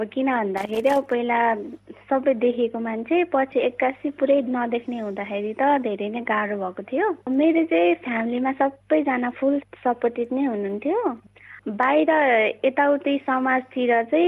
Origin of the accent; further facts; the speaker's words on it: Udayapur, Koshi Province, Nepal; अनि मेरो घर चाहिँ उदयपुर हो